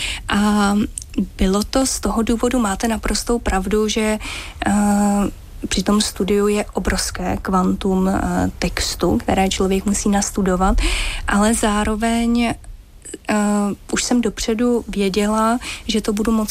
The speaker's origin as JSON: {"language": "Czech", "town": "Mělník", "region": "Central Bohemian Region", "country": "Czechia", "said": "když jsem jezdila mezi Mělníkem a Prahou, Prahou a Mělníkem, protože já jsem z Mělníka"}